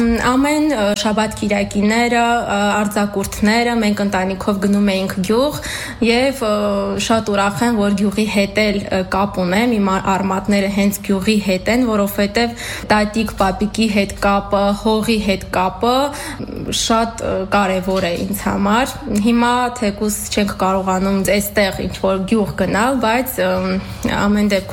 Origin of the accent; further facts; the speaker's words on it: Nagorno-Karabakh, Azerbaijan; 28 տարեկան, ծնվել եմ Արցախում, մեծացել եմ զինվորականի ընտանիքում